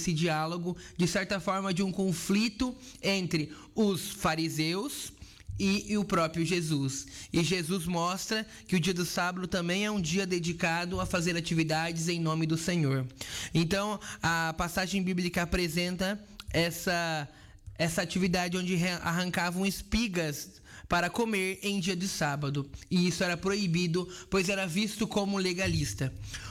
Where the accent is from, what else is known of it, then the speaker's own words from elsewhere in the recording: São João do Sul, Santa Catarina, Brazil; moved away; no município de São João do Sul, a minha terra natal.